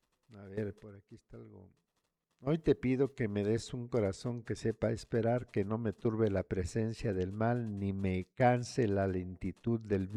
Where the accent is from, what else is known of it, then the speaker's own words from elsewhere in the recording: San Juan Yucuita, Oaxaca, Mexico; San Juan Yucuita, mi tierra querida, San Juan Yucuita.